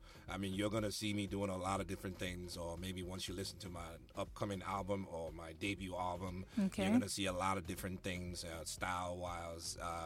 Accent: Enugu State, Nigeria; I'm from Enugu State, right? Yeah, from Mount Barney, kind of local government.

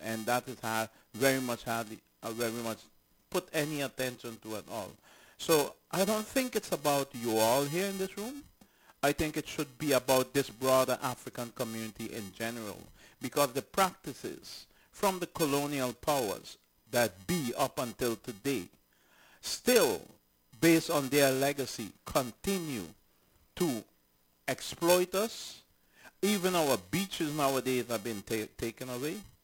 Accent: Curaçao; I'm from Curacao, as I said.

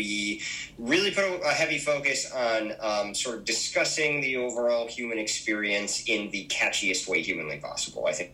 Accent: Naugatuck, Connecticut, United States; We're from Naugatuck, Connecticut, which is, if you're not aware, a tiny little borough that's attached to Waterbury over in New Haven County.

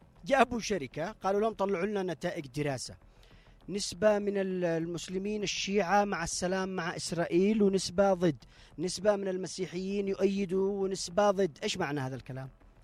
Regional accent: Yemen

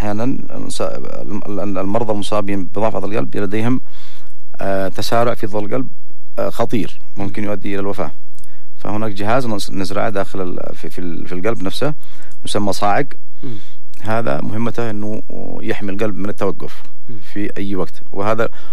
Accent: Yemen; عندنا في اليمن

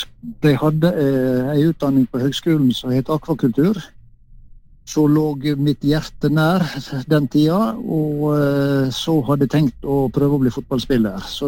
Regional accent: Ålesund, Møre og Romsdal, Norway; Nei, du er født og oppvokst oppe i Ålesund, helt i strandkanten på en fjord som heter Borgundfjorden

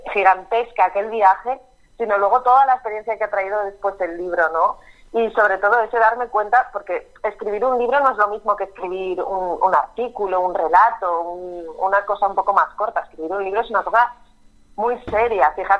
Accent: Asturias, Spain; yo soy de Asturias, y aquí los diminutivos se hacen así

